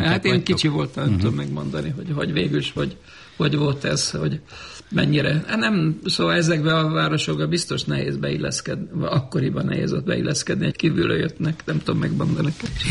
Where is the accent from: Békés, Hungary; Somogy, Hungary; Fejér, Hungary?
Fejér, Hungary; Székesfehérvár; also born or lived in Vác; Éltünk, de nem ott születtem. Én Vácon, szóval vagomban voltak, és Vácon születtem, de hát ilyen átmeneti állapotban. Fehérváron jártam iskolába